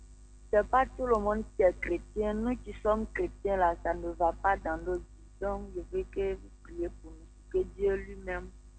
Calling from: Abidjan, Côte d’Ivoire; Oui, je suis au deux plateaux.

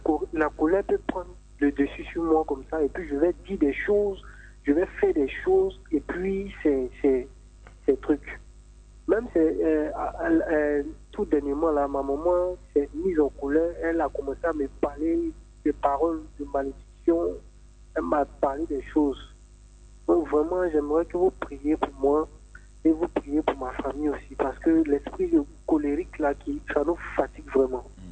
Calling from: Bouaké, Vallée du Bandama, Côte d’Ivoire; je suis présentement à Boaké.

